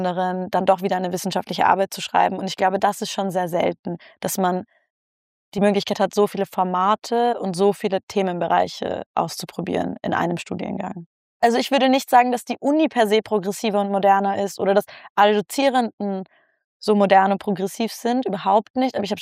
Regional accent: Vienna, Austria; now in Germany; Und hier, wenn ich sage, ich komme aus Wien, die Leute drehen durch.

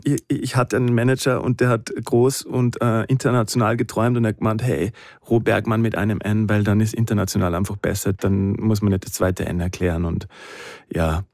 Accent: Kuchl, Salzburg, Austria; Also Kuchl ist der Ort, wo ich aufgewachsen bin und ja, ich bin da hin und wieder nur dort und träume davon, vielleicht da in Kuchl ein Konzert zu spielen. Und es ist mein Herkunftsort

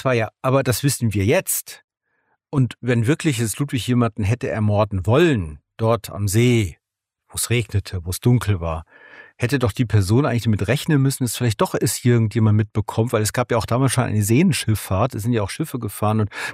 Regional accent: Rhineland, Germany; weil ich bin ja aus süddeutscher Sicht oder österreichischer Sicht ja auch ein Preis als Rheinländer.

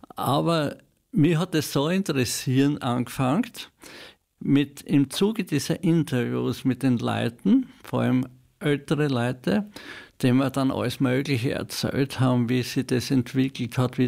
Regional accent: Feldbach, Styria, Austria; Ich bin ja am Hauptplatz von Völbach aufgewachsen, in einem städtischen Bereich.

